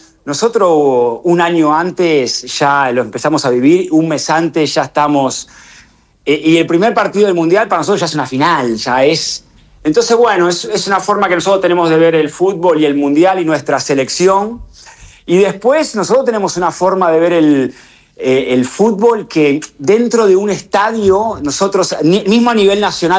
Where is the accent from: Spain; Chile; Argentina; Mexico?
Argentina; moved away as an adult; also born or lived in Vietnam